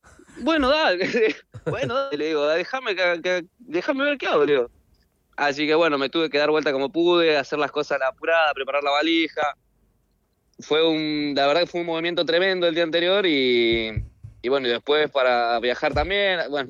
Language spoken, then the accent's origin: Spanish; Tierra del Fuego, Argentina; also born or lived in Salta; Exactamente, yo nací en Salta y me crié en Tierra del Fuego, de una punta a la otra.